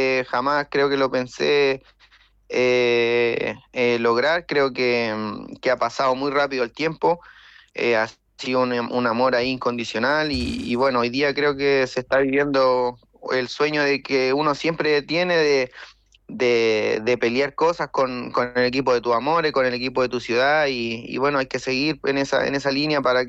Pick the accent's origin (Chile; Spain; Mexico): Chile; Quillota, Valparaíso; sí, soy de Quillota.